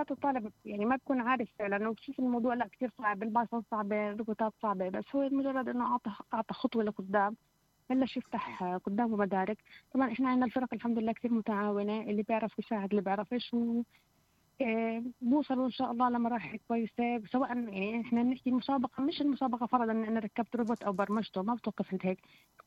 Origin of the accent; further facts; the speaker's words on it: Palestine; إحنا كفلسطينيين شعب بنحب الحياة